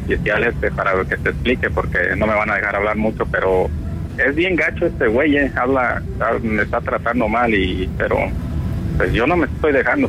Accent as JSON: {"language": "Spanish", "town": "San Pedro Tenango", "region": "Guanajuato", "country": "Mexico", "tie": "born there", "said": "San Pedro Tenango, en Guanajuato."}